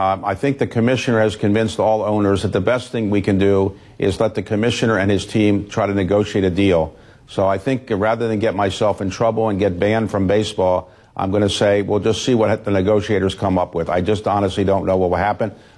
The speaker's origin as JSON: {"language": "English", "town": "Baltimore", "region": "Maryland", "country": "United States", "tie": "born or raised there", "said": "I wanted to help my hometown of Baltimore. Baltimore, when I was growing up, was a much bigger city, more vibrant."}